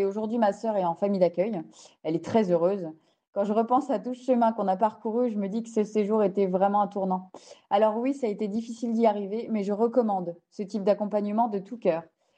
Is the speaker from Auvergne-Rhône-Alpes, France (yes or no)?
no; Bourgogne-Franche-Comté, France; Alors, nous, il faut savoir qu'on vient de Bourgogne. Donc, c'est à 8 heures de route de Charente.